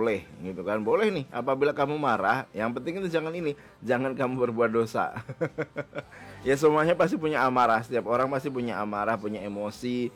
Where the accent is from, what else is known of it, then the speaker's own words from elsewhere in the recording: Samarinda, East Kalimantan, Indonesia; kita sebagai warga Kota Samarinda